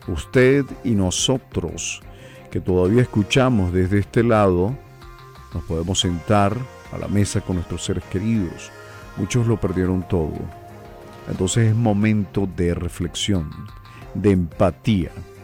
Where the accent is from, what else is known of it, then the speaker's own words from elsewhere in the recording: Venezuela; nosotros hoy como venezolanos